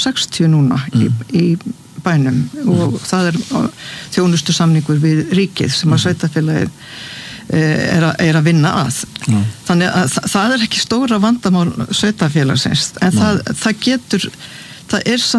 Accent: Suðurnesjabær, Southern Peninsula, Iceland; að samfylkingin vann sigur í Suðurnesjabæ, mínum heimabæ 34%

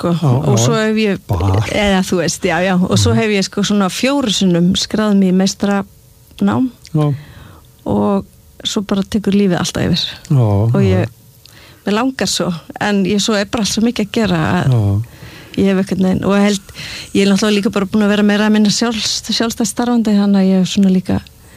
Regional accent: Seltjarnarnes, Capital Region, Iceland; born or raised there

